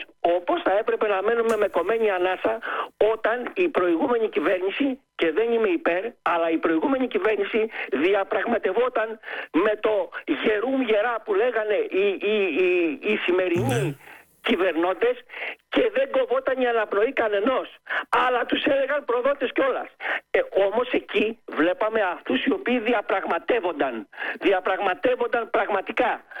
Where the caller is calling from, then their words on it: Greece; εγώ σαν Έλληνας